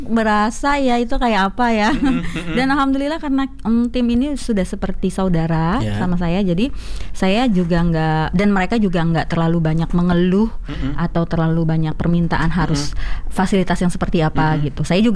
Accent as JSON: {"language": "Indonesian", "region": "Aceh", "country": "Indonesia", "tie": "born or raised there", "also_born_or_lived": "North Sumatra", "said": "Karena saya sendiri adalah terlahir dari kota Sumatera Utara dan kampung halaman saya di Aceh gitu."}